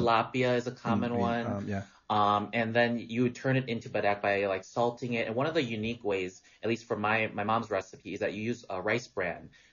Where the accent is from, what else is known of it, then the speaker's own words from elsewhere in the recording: Wisconsin, United States; So my family's from southern Laos, and I grew up in Wisconsin, but with my mom always cooking Lao food at home.